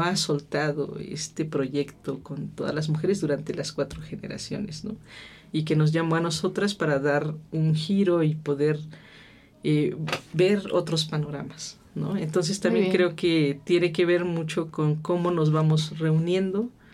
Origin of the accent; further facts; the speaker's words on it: Oaxaca, Mexico; Yo soy de Oaxaca, entonces mis amigas en Oaxaca, que no necesariamente todas son oaxaqueñas